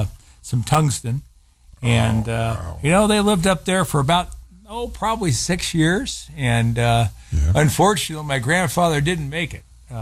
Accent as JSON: {"language": "English", "town": "Sunny Slope", "country": "United States", "tie": "born or raised there", "said": "I grew up in Sunny Slope, and up in Sunny Slope, you know, it was a different community, but it was a very mm-hmm. special community. We had a lot of Mennonites up there."}